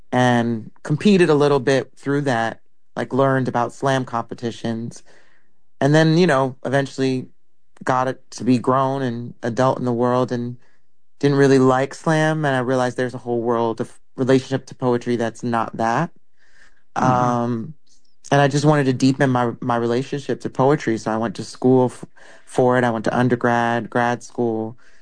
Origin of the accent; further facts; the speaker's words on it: Brooklyn, New York, United States; I am originally I was born in Brooklyn. Spent a lot of time raised in different parts of the city, but mostly Brooklyn.